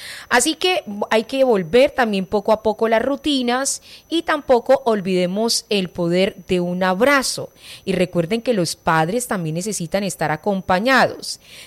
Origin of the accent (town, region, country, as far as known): Colombia